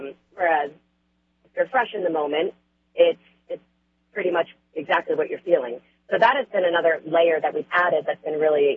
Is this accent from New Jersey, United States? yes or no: no; Dobbs Ferry, New York, United States; I'm from the River Towns. I'm from Dobbs Ferry.